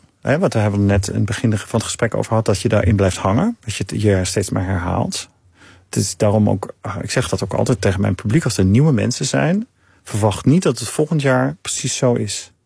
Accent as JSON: {"language": "Dutch", "country": "Germany", "moved": "yes", "said": "Nee, ik ben toch ook uit dat land."}